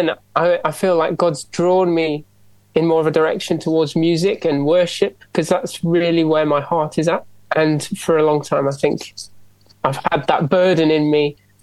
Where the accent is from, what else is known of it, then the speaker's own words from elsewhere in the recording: Nottingham, East Midlands, United Kingdom; moved away as an adult; now in Leeds, United Kingdom; I grew up in a Pentecostal church back in Nottingham.